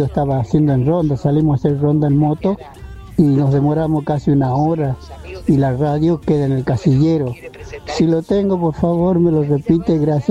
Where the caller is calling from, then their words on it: San Pedro de Jujuy, Jujuy, Argentina; de San Pedro de Jujuy.